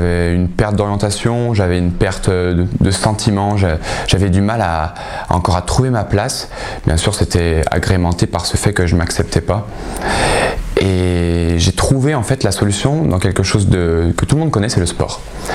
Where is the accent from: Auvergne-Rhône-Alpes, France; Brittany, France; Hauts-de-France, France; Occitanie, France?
Auvergne-Rhône-Alpes, France; Oyonnax; j'ai 22 ans, je suis originaire de Oyonnax dans le département de l'Ain.